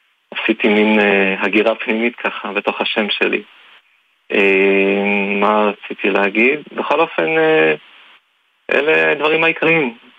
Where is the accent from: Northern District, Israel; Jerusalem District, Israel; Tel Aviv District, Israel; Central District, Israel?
Central District, Israel; Lod; also born or lived in Russia; אני ככה גדלתי בלוד אחרי שעליתי בגיל 6.